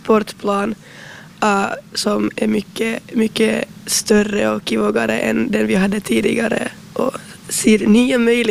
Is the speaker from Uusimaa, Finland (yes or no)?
yes; Ekenäs, Uusimaa, Finland; Jag är från Ekenäs